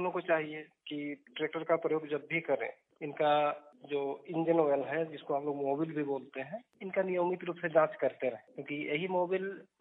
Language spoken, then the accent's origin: Hindi; Kharsawan, Jharkhand, India; और मैं खरसवा का रहने वाला हूँ